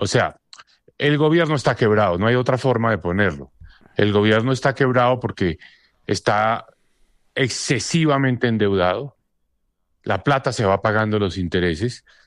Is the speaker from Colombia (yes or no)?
yes; Colombia; Pero lo logramos como colombianos